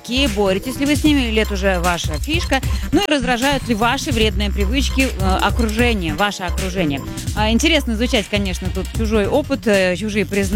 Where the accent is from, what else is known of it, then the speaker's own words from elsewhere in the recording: Saint Petersburg, Russia; из Санкт-Петербурга.